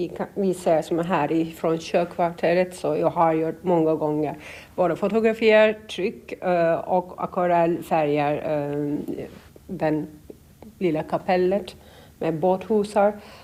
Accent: Istanbul, Turkey; Swedish is a second language; moved away as an adult; now in Åland, Finland; jag utsprung från Istanbul, det som är lite skillnad, som är 15 miljoner till 30 000.

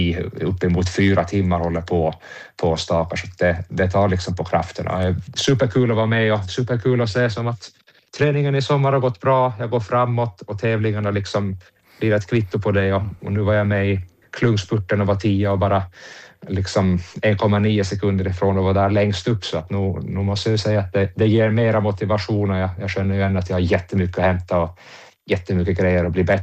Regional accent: Åland, Finland; jag försöker ju vara så mycket som möjligt hemma på Åland

